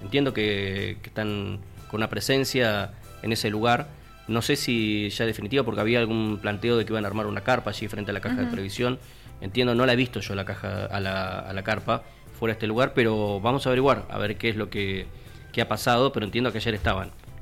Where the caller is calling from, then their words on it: Caleta Olivia, Santa Cruz, Argentina; Un saludo … de Caleta, Olivia.